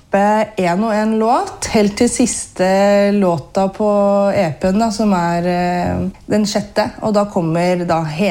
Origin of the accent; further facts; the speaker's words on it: Geilo, Buskerud, Norway; now in Toten, Norway; jeg kommer fra Hallingdal, da. Jeg kommer fra Geilo, men det hører man ikke så godt heller. Men oppvokst på Geilo, men familien fra Vestlandet, da.